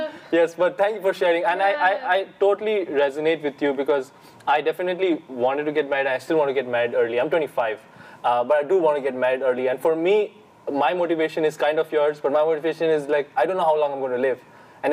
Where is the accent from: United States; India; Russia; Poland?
India; Kolkata, West Bengal; moved away; I'm from Calcutta, from where Mother Teresa is, and I grew up there my whole life, but my family comes from North India, Northeast India, that is the hilly part of India.